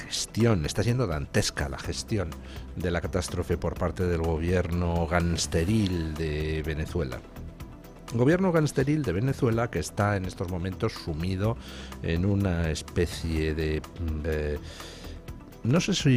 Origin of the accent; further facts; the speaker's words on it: Spain; los que vamos a sufrir las consecuencias económicas somos los españoles.